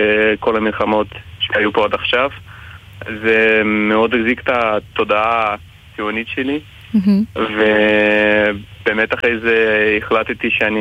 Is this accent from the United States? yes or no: no; Ukraine; now in Israel; עולה חדש מאוקראינה. עליתי לפני כ-4 שנים במסגרת נעלה.